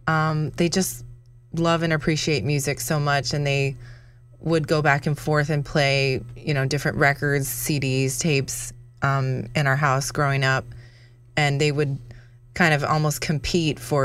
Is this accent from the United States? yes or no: yes; Seattle, Washington, United States; moved away as an adult; just grew up in Seattle in a very, very like music-loving environment, not just my parents, but my high school was